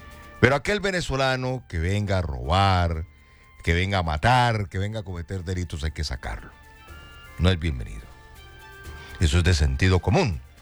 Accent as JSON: {"language": "Spanish", "country": "Colombia", "said": "como decimos acá en Colombia"}